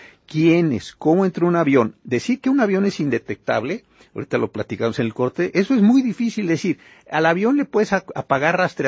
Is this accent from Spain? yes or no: no; Mexico; nosotros como mexicanos, como autoridades mexicanas